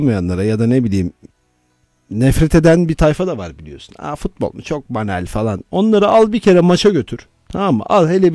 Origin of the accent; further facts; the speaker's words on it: Bursa, Turkey; benim de mesela Bursa Spor'un yeri bizde ayrı. Şimdi çocukluğum orada geçmiş.